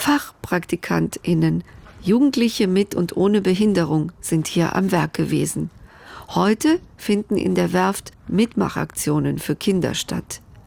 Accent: Greece; werde ich als Griechin besonders hellhörig.

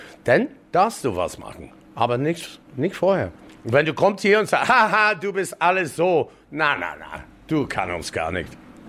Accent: Canada; German is a second language; now in Munich, Germany; Wenn ich hier gekommen in 1990, der war kein Platz, als ein Kanadier auf der Bühne zu stehen

